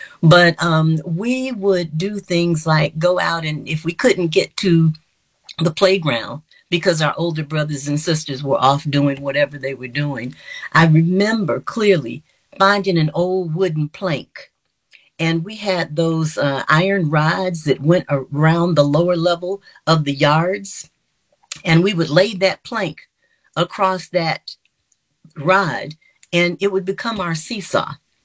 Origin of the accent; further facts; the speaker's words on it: Chicago, Illinois, United States; I was born and raised in Chicago. My first home was in Bronzeville. My address was 4321 St. Lawrence.